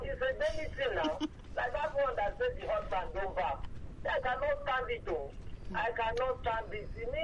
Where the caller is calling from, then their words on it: Ibadan, Oyo, Nigeria; I'm from Ibadan.